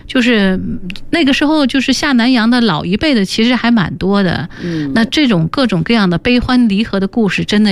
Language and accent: Chinese; Fujian, China; 因为我也是福建人